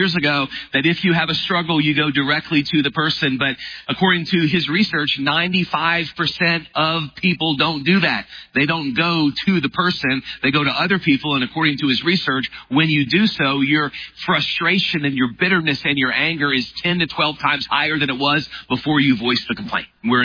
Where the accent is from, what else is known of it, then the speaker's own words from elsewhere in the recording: the South, United States; moved away; Where I grew up in the South